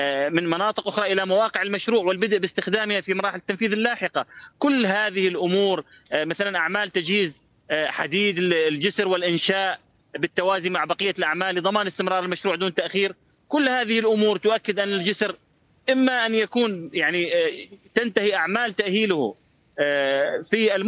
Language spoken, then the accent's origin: Arabic; Deir ez-Zor Governorate, Syria; عندنا في دير الزور